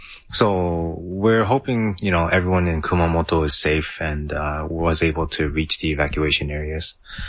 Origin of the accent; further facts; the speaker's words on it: Canada; now in Fukuoka, Japan; I am a Canadian currently living in Fukuoka City in Japan.